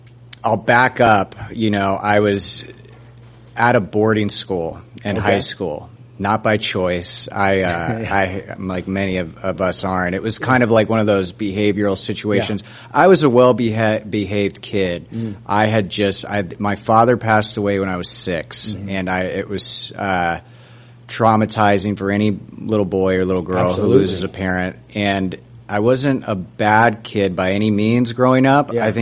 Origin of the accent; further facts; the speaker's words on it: Orlando, Florida, United States; Grew up in Orlando, Florida